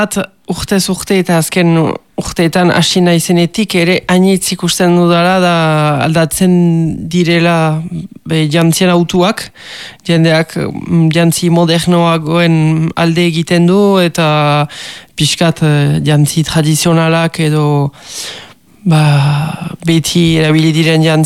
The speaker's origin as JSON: {"language": "Basque", "town": "Urrugne", "region": "Nouvelle-Aquitaine", "country": "France", "said": "Ez, Urruñakoa naiz, eta Urruñan bizi beti, bai."}